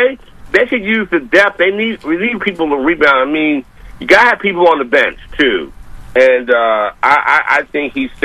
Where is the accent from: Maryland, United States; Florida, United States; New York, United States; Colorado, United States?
Maryland, United States; Baltimore; even though I grew up in Baltimore